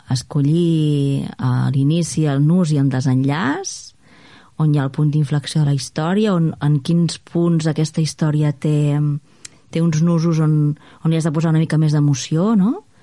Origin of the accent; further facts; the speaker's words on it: Sant Joan de les Abadesses, Catalonia, Spain; now in Menorca, Spain; de petita, del meu poble, que Sant Joan de les Abadesses, vaig estar de ben petita ficada al grup de teatre del poble.